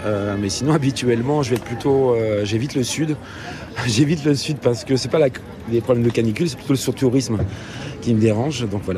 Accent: Brussels, Brussels-Capital Region, Belgium

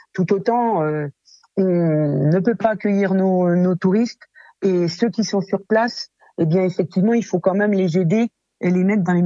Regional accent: Pralognan-la-Vanoise, Auvergne-Rhône-Alpes, France; je suis née à Pralognan

